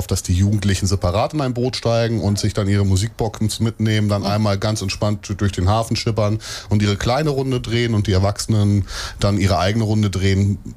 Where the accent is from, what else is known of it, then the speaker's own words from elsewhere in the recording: Northern Germany, Germany; als Norddeutsche